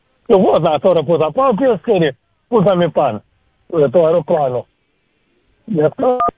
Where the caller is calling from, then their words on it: Greece; Εγώ δεν είμαι Ρώσος, εγώ είμαι Έλληνας.